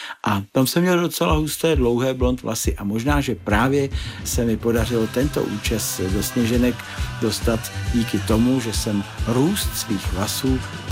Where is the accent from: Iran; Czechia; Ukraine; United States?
Czechia; Prague; poslední třídu základní devítileté školy tady u nás v Praze na Hanspalce v Sušické ulici.